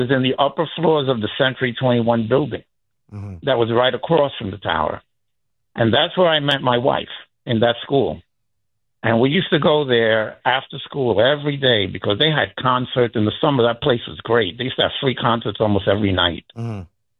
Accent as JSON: {"language": "English", "region": "New York", "country": "United States", "tie": "born or raised there", "said": "I'm a lifetime New Yorker, born and raised here."}